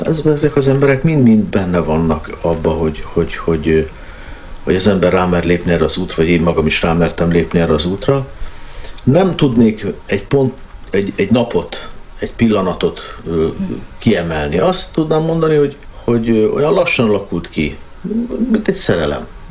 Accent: Piliscsaba, Pest, Hungary; moved away as an adult; now in Transcarpathia, Ukraine; Pilis Csabán ott nőttem föl

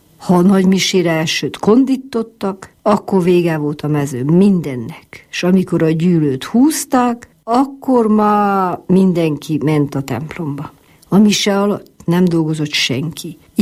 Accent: Sândominic, Harghita, Romania; valahogy így nőttünk fel, így nő fel itt a gyermekes.

